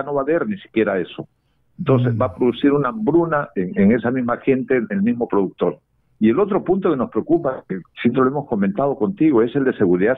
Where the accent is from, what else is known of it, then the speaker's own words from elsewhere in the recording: Camaná, Arequipa, Peru; yo soy de Arequipa, sí, de la zona de Camaná.